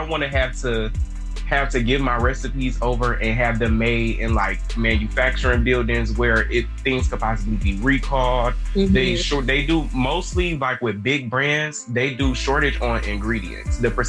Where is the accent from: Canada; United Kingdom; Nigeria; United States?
United States; Detroit, Michigan; I'm from Detroit, of course.